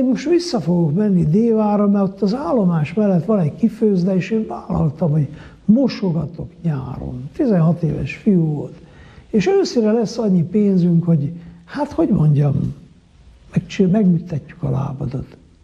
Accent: Miercurea Ciuc, Harghita, Romania; born or raised there

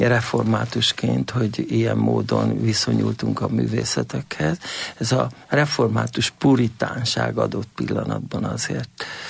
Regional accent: Budapest, Hungary; now in Kőszeg, Hungary; Kőszegen lakom ebben a pillanatban, de pesti gyereknek érzem magam, itt nőttem föl, ide jártam egyetemre

